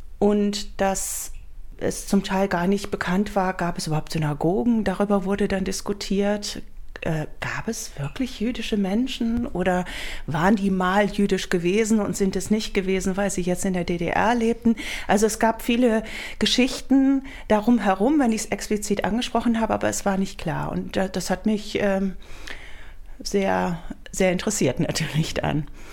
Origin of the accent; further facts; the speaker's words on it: England, United Kingdom; also born or lived in Potsdam; now in Oldenburg, Germany; meine Zeit in Potsdam, als ich zum ersten Mal als Engländerin, zum ersten Mal mit Menschen in den Kontakt kam und in den Austausch kam, die in der DDR groß geworden sind.